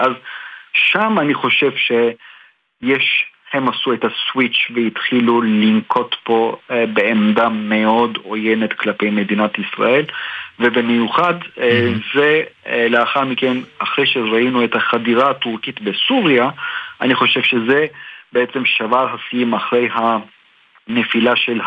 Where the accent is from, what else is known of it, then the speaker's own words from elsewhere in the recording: Turkey; moved away as an adult; now in Israel; אני מן הסתם גדלתי שם וחייתי שם 22 שנה.